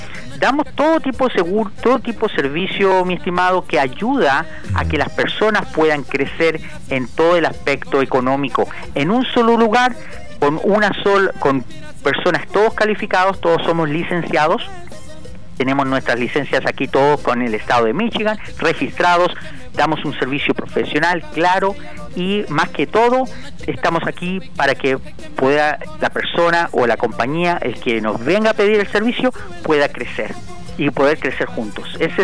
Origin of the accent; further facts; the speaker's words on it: Chile; moved away as an adult; now in United States; Yo soy inmigrante también, vengo de Chile. Uh-huh. Llegué aquí a los 18 años